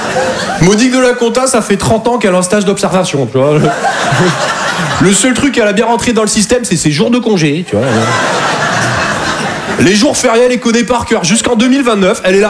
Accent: Toulouse, Occitanie, France; je viens de Toulouse à la base.

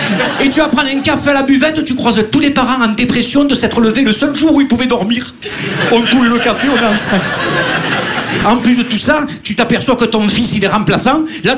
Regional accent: Marseille, Provence-Alpes-Côte d'Azur, France; Bon alors moi je viens de Marseille, mais vous inquiétez pas, je ferai pas de clichés. Je l'ai subi au quotidien à chaque fois que je suis à Paris.

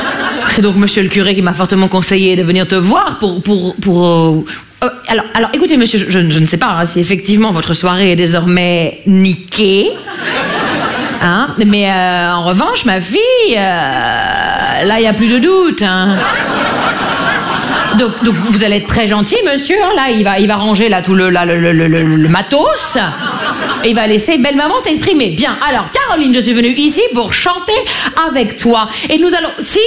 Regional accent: Liffol-le-Grand, Grand Est, France; Je viens des Vosges. Les Vosges, vous voyez ? Ouais. C'est en France, hein, vous voyez ? C'est juste avant l'Ukraine, vous voyez ? C'est dans l'Est, en Lorraine. Et moi, je viens de Liffol-le-Grand, vous voyez ?

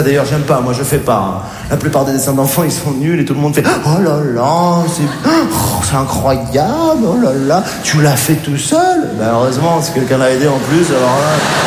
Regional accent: Morocco; born there; Je suis né au Maroc. Ce qui est bien quand t'es marocain, quand tu vas aux States, si tu sais comment leur dire que t'es marocain en anglais, tu passes pour un américain.

